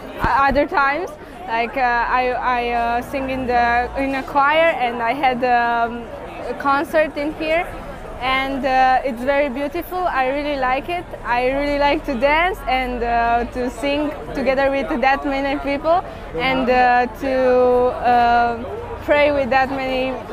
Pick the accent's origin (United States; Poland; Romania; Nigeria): Romania; English is a second language; I'm from Romania.